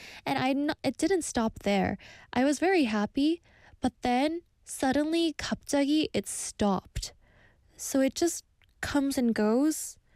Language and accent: English; Vancouver, British Columbia, Canada; now in South Korea; I grew up in a gray place. I grew up in Vancouver, which is called Raincouver.